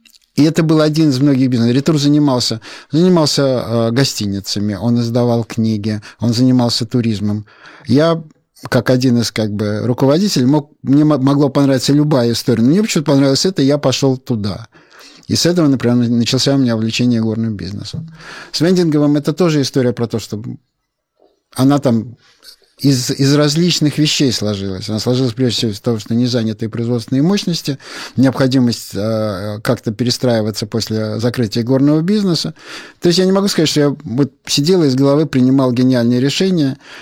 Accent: Saint Petersburg, Russia; я как питерский человек, мне, в принципе, нравятся рюмочные.

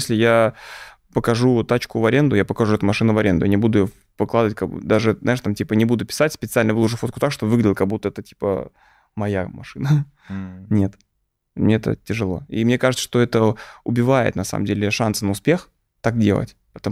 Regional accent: Moscow, Russia; Я же из Люблино парень, из Новокосино. Типа, я ходил в обычную общественную школу

